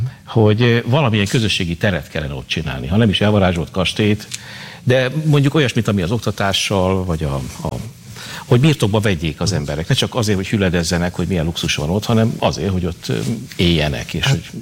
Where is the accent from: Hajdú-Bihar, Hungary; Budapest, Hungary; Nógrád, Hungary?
Hajdú-Bihar, Hungary; Debrecen; Én debreceni vagyok